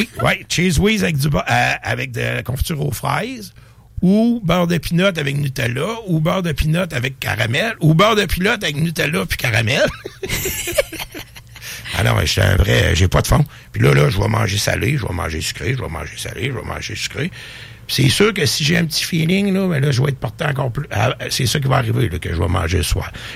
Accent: New Brunswick, Canada; born there; Ça, c'est dans mon coin que je suis né au Nouveau-Brunswick, là.

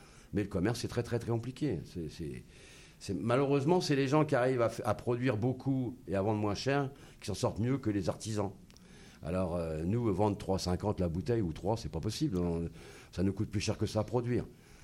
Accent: Loire, France; parce qu'on est de la Loire, Karine et moi

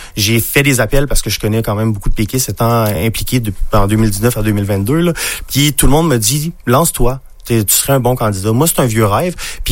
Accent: Chandler, Quebec, Canada; Moi, je viens sur de Chandler, mais de Parbeau précisément.

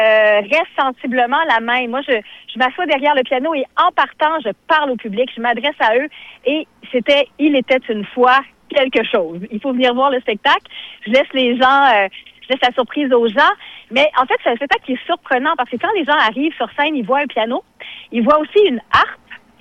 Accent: Maria, Quebec, Canada; moved away as an adult; quand j'y retournais après ça en Gaspésie, à Maria, dans mon village

